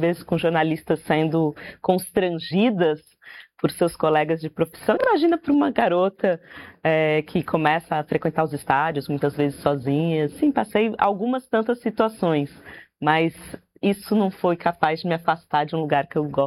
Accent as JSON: {"language": "Portuguese", "town": "Ribeirão Preto", "region": "São Paulo", "country": "Brazil", "tie": "born or raised there", "said": "Eu cresci em Ribeirão Preto, sou nascida no interior de São Paulo"}